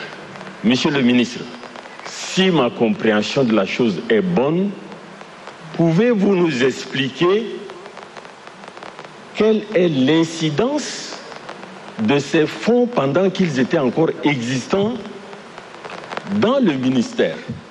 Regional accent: Chad; ici chez nous au Tchad.

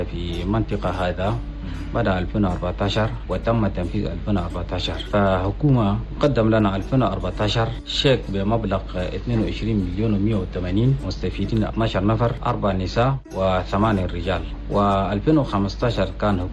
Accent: Chad; عندنا في تشاد

